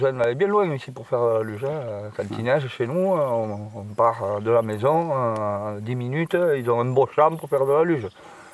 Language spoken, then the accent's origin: French; Puyvert, Provence-Alpes-Côte d'Azur, France; Ouais, ouais, nous on est de Puyvert.